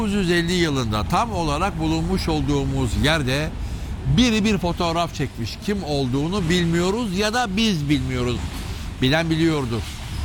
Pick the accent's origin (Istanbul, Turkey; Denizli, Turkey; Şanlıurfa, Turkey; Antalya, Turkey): Istanbul, Turkey; Ben Cerrahpaşa doğumluyum. Kumkapı'da, Yenikapı'da, Kadırga'da, Laleli'de caddelerin ve sokakların insanlarla dolu olduğu günleri biliyorum. Kadırga sokaklarına top oynamaya gittiğimiz günleri biliyorum.